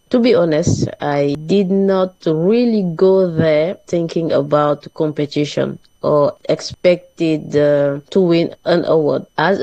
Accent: Senegal; accent: French accent; first language French; English is a second language

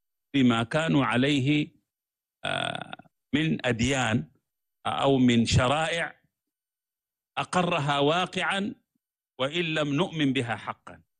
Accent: Sudan; فانا سوداني بمنطق وطن الجغرافيا، افريقي بمنطق وطن الجوار، وانتمي الى الامه العربيه بمنطق اللسان من المحيط الى الخليج، وانتمي الى الامه الاسلاميه بمنطق العقيده من طنجه الى جاكرتا،

